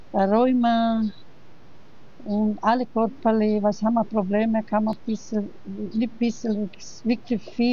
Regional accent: Bosnia & Herzegovina; German is a second language; now in Austria; ich komme aus Bosnien-Herzegowina, ich wohne in Beklabruk.

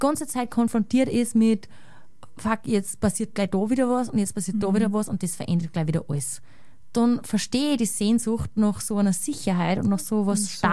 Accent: Vienna, Austria; ich komme, da meine ich Wien, da meine ich Österreich und da meine ich Europa, weil das ist alles meine Heimat

